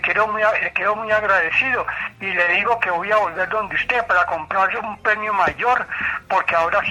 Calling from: Maceo, Antioquia, Colombia; De Maceo, profesor.

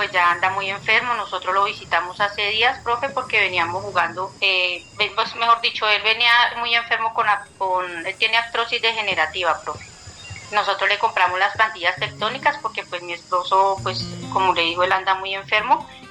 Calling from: San Carlos, Antioquia, Colombia; De acá de San Carlos, Antioquia

